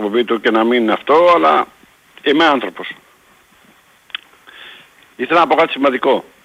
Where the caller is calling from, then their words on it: Central Greece, Greece; από την Εύβοια.